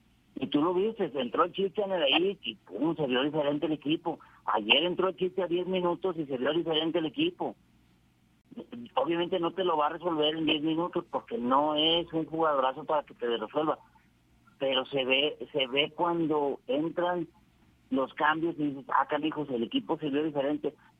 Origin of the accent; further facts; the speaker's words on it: Monterrey, Nuevo León, Mexico; Yo soy de Monterrey, yo fui a muchos partidos de los Tigres